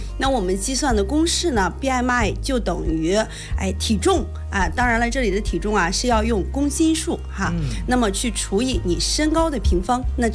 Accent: China

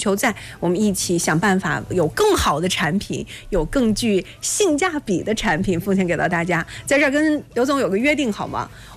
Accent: Shandong, China; 在我们山东土生土长的企业，绝对是土生土长

